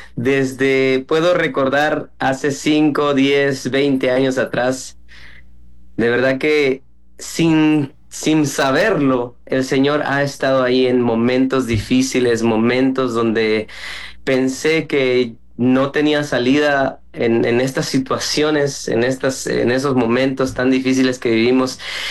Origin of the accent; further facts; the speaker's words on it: Guatemala; now in Miami, United States; Sí, soy de Guatemala, pero radico en Miami ahora.